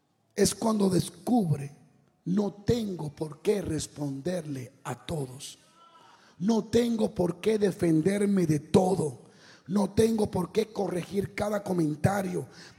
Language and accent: Spanish; Dominican Republic; Yo llegaba a El Salvador y me quitaba el reloj. Pop, pop, pop, pop, pop. Yo soy dominicano.